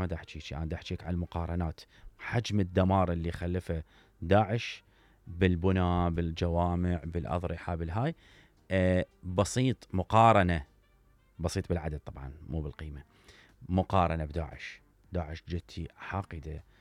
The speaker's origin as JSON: {"language": "Arabic", "country": "Iraq", "said": "المهم الجهتين اللي دخلوا عندنا بالعراق"}